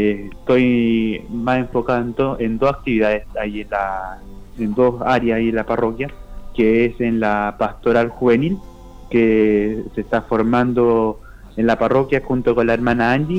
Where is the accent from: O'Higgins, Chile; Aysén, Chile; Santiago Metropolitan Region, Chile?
O'Higgins, Chile; Chimbarongo; Sí, soy de Chimbarongo, y me nacido y criado en Chimbarongo. Participé mucho tiempo en la parroquia La Merced de Chimbarongo